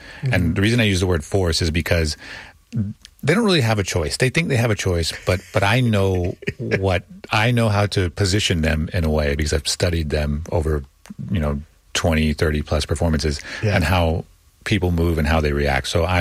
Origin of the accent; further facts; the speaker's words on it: Austin, Texas, United States; I grew up in Austin, but I spent a lot of time in Laredo.